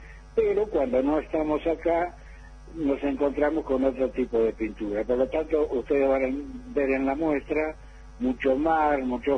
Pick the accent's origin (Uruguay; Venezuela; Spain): Uruguay; also born or lived in Buenos Aires / San Pedro de Jujuy; now in San Salvador de Jujuy, Argentina; te comento que soy uruguayo, debe ser de los pocos uruguayos que hay en la provincia de Jujuy. Vine acá hace 50 años, pero a Buenos Aires. A Jujuy llegué ahora unos 15 años con trabajo